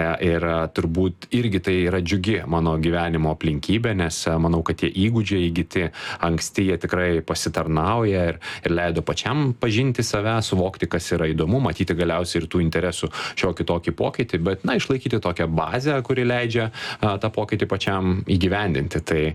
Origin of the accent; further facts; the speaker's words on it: Vilnius, Vilnius County, Lithuania; Tai mano vaikystė Vilniuje, Pašilaičių mikrorajone buvo labai susieta su lauku ir kiemu.